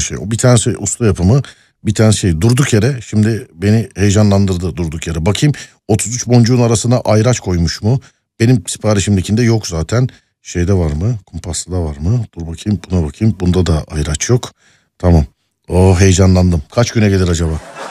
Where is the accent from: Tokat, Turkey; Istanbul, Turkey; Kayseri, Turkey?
Kayseri, Turkey; Ben Kayseriliyim.